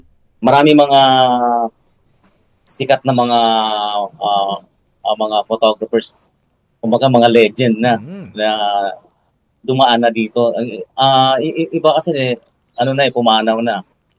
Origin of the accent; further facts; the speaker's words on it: Mindanao, Philippines; moved away; kasi lumaki ako sa probinsya, ni sa hinagap ko hindi ko alam tong profession na to until na napunta ako dito. By the way, I'm from Mindanao.